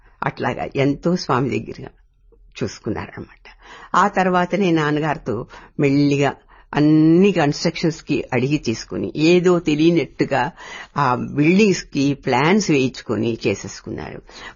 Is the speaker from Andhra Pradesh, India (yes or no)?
yes; Puttaparthi, Andhra Pradesh, India; born there